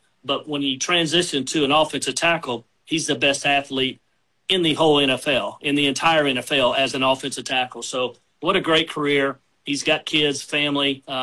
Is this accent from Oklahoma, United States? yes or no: yes; Midwest City, Oklahoma, United States; as a little kid growing up in Midwest City with obviously my brother Mike, sister Carrie, mom and dad.